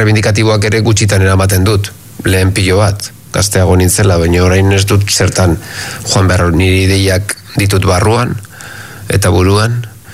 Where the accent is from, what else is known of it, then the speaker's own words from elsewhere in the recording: Basque Country, Spain; nik esaten nuen beitu ni independentista naiz eta euskalduna naiz bakarrik eta gaur egun ez dut esaten.